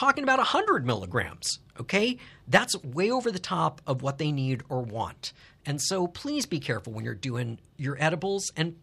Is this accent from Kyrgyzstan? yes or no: no; Tucson, Arizona, United States; also born or lived in New York; now in Tucson, United States; I made the very difficult decision to return to my hometown of Tucson, Arizona, where my octogenarian parents still live